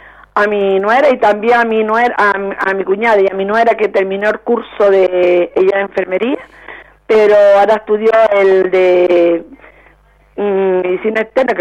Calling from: Las Palmas de Gran Canaria, Canary Islands, Spain; Yo soy de Las Palmas

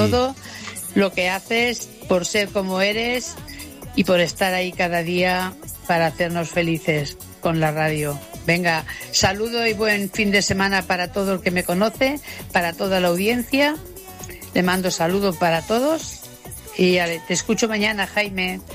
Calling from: Sabadell, Catalonia, Spain; de Sabadell

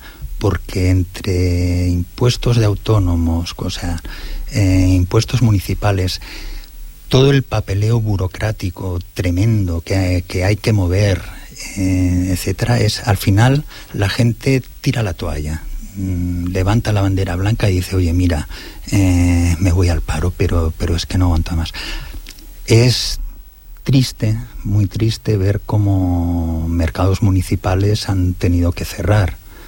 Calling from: Sant Boi de Llobregat, Catalonia, Spain; yo soy de Ciudad Cooperativa

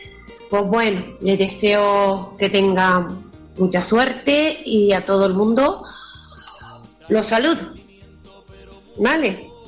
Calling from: Santa Lucía de Tirajana, Canary Islands, Spain; de Santa Lucía.

